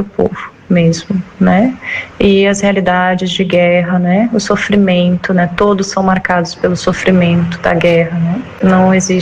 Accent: Brazil; moved away; Eu que vim do Brasil, então a gente vê muitas realidades diferentes, mentalidades do Oriente, né?

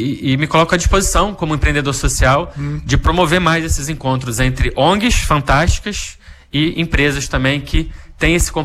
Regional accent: Brazil; eu vejo como brasileiro

